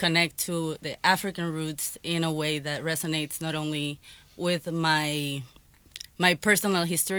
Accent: San Andrés and Providencia, Colombia; now in Miami, United States; Oh, I'm from St. Andrews. I'm from the Raizal Nation, politically Colombian.

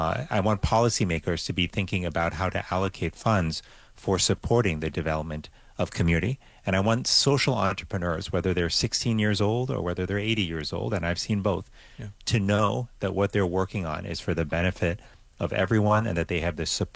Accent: Miami, Florida, United States; moved away; I loved growing up in Miami. I did all my schooling in public schools in Miami.

